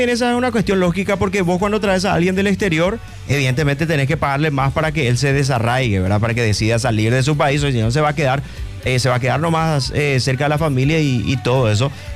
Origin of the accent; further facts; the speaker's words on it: Luque, Central, Paraguay; Acá de Luque soy yo, acá de Luque es Michael.